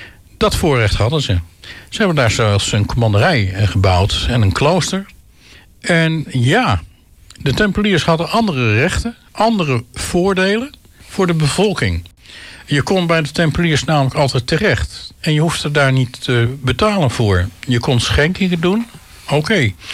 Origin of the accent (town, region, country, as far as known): Netherlands